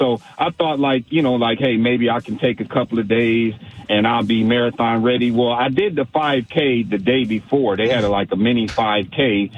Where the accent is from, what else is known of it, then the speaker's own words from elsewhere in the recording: Los Angeles, California, United States; I'm born and raised in Los Angeles.